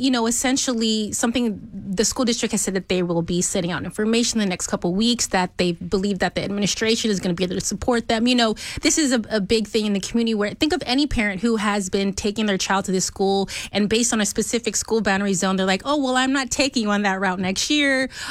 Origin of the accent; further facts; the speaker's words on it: Texas, United States; Yeah, so I grew up in Fort Bend County, went to a Fort Bend school district